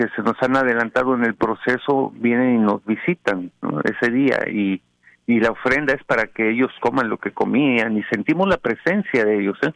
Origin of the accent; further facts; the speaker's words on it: Mexico; Al haber pasado mi infancia en México